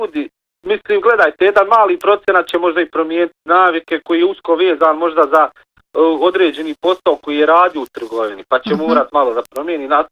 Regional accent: Kakanj, Federation of Bosnia and Herzegovina, Bosnia & Herzegovina; evo ja dolazim iz Kaknja i kod nas u Kaknju

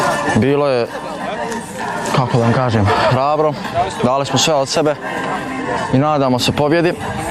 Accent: Brčko, Brčko District, Bosnia & Herzegovina; dolazim iz Brčkog, poljoprivredna i medicinska škola.

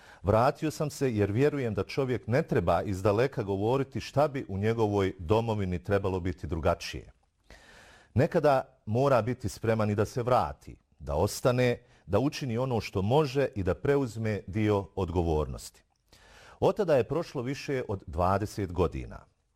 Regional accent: Srebrenica, Republika Srpska, Bosnia & Herzegovina; Ja sam Bošnjak. Ja sam musliman. Preživio sam genocid u Srebrenici. Srebreničanin sam koji živi u Srebrenici

